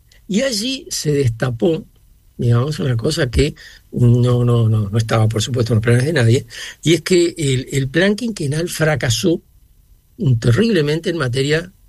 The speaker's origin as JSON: {"language": "Spanish", "country": "Uruguay", "said": "soy uruguayo."}